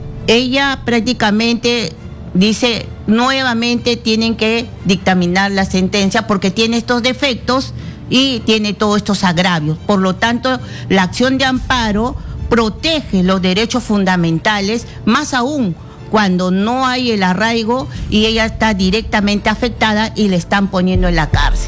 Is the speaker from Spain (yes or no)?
no; Lima, Peru; no recuerdo muy bien porque soy de Lima